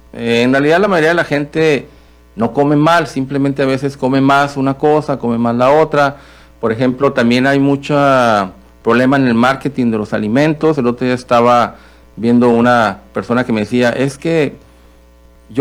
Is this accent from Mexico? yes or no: yes; Mexico